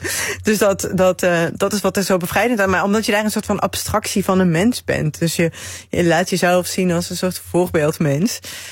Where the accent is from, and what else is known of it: Limburg, Netherlands